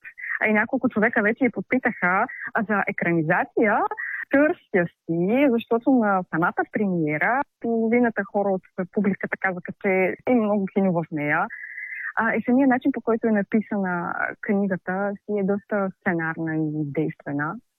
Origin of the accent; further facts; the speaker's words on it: Haskovo, Haskovo Province, Bulgaria; аз съм родом от Хасково.